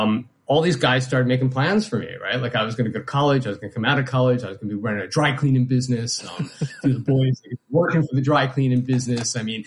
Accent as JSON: {"language": "English", "town": "Beverly Hills", "region": "California", "country": "United States", "tie": "born or raised there", "said": "So I've got a really kind of crazy background. I was born in Beverly Hills to a really well-off family. As a matter of fact, if you ever saw the movie Down and Out in Beverly Hills, that was the house that I was brought up in."}